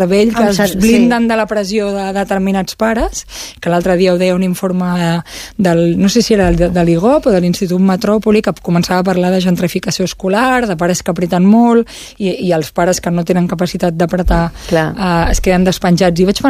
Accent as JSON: {"language": "Catalan", "town": "Sant Martí", "region": "Catalonia", "country": "Spain", "said": "Jo soc de Sant Martí, hi ha moltes escoles que..."}